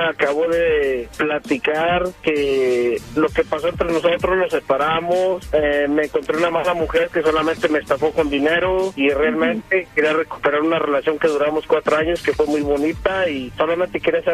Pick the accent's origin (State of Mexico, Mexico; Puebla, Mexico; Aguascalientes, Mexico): Aguascalientes, Mexico; para mí, de donde yo vengo y Aguascalientes